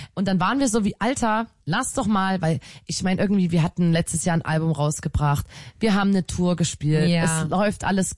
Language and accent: German; Chemnitz, Saxony, Germany; wir kommen aus Chemnitz.